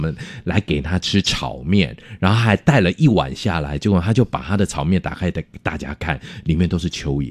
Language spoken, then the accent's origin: Chinese; Chiayi, Taiwan; 在我们嘉义那边